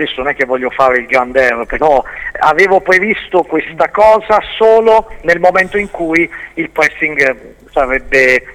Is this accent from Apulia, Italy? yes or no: no; Potenza, Basilicata, Italy; siamo nati e cresciuti insieme in Piazza Cagliari